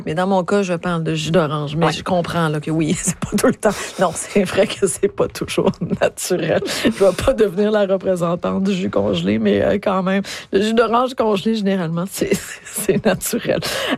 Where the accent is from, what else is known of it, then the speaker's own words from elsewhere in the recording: Quebec, Canada; quand on vient du Québec